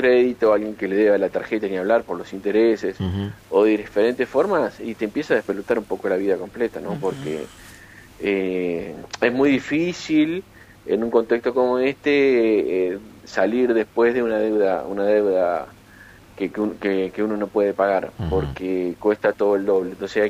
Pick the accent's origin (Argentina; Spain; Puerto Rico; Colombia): Argentina